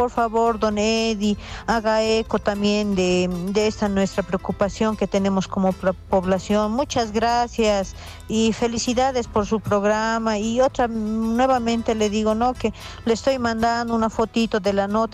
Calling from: Punata, Cochabamba, Bolivia; Yo le escribo desde Valle Alto, Cochabambino. Yo vivo en Punata.

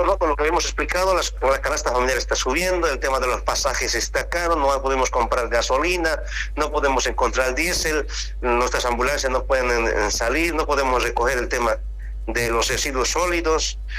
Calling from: Guanay, La Paz, Bolivia

